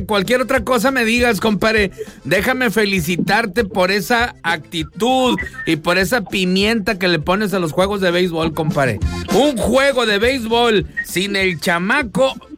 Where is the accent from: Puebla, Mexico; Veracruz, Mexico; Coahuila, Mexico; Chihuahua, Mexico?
Coahuila, Mexico; Arteaga; Somos de Arteaga, Coahuila, ahí por donde está San Antonio de las Holgazanas, ¿verdad, compadre?